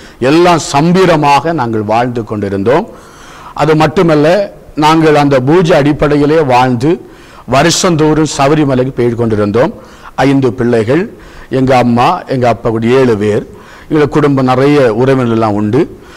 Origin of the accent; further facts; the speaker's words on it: Kollankode, Tamil Nadu, India; நாங்கள் இந்து குடும்பத்திலே பிறந்து வளர்ந்தவர்கள். நான் பிறக்கும்போதே இந்து குடும்பம் கொல்லங்கோடு பகுதியிலே சிறுவைபுரம் பகுதியிலே, அந்த இடத்துல எங்களுக்கு சொந்த ஒரு கோவில் உண்டு.